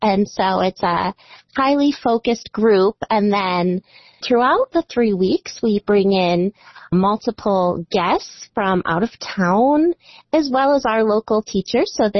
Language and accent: English; Illinois, United States; moved away as an adult; also born or lived in Kansas City; Sure. Well, I grew up in the Chicago suburbs, and I started my serious dance training at Judith Follander School of Ballet.